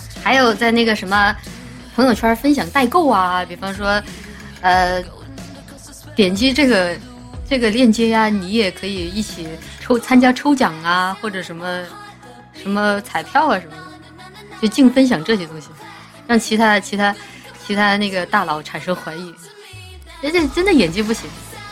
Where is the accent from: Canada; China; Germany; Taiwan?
China; Hunan; 我也是湖南人呐、啊。我妈妈是湖南的，我爸爸是重庆的，我是混血。强强联手，特别能吃辣